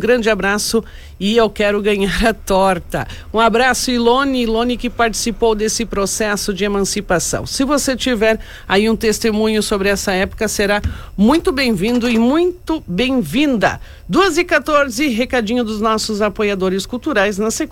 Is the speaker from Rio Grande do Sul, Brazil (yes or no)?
yes; Salvador do Sul, Rio Grande do Sul, Brazil; Sou natural daqui, muito orgulho da minha terra, da minha cidade